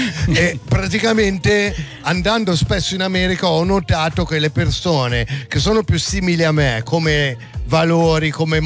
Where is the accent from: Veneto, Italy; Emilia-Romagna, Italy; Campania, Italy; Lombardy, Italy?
Lombardy, Italy; Milan; io ci sono cresciuto a Milano, no? In Piazza del Duomo ci venivo a dar da mangiare i piccioni